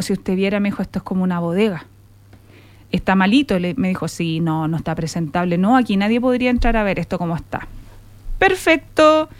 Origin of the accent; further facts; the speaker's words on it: Valparaíso, Chile; me crié en esas casas en Valparaíso